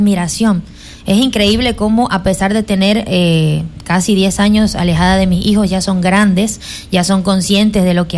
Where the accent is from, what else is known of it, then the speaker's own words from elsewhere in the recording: Venezuela; moved away as an adult; now in Ecuador; mi nacionalidad es venezolana. También soy orgullosamente venezolana